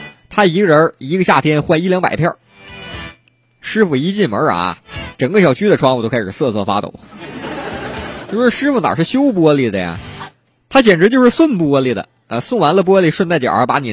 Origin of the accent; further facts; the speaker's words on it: Northeast China, China; now in Changsha, China; 我在长沙待着吧。我这辈子都没见过啊，有一天我东北老家会比长沙热的啊。